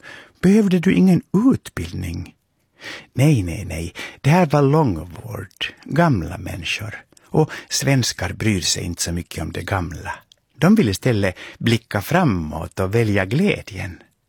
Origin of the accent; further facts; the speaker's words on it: Finland; first language Swedish; moved away as an adult; now in Stockholm, Sweden; jag är ju finlandssvensk. Jag kan inte ens finska, jag kan bara svenska.